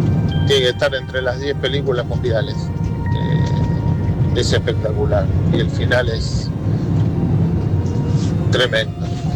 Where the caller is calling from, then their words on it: Buenos Aires, Argentina; de Parque Chacabuco.